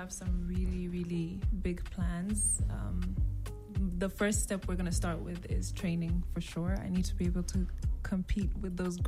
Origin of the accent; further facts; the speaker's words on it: Budaka, Eastern Region, Uganda; also born or lived in Tororo; my home, my village is Budaka.